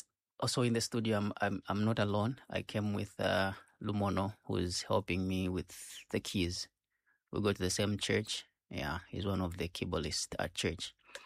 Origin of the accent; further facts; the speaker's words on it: Ndola, Copperbelt, Zambia; now in Lusaka, Zambia; I'm from Ndola, came to Lusaka, and yeah, I've been in Lusaka.